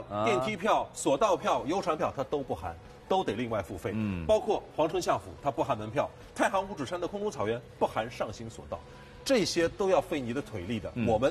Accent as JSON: {"language": "Chinese", "country": "China"}